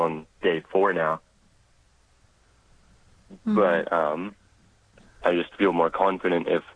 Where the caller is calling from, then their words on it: Augusta, Georgia, United States; I'm from Georgia, too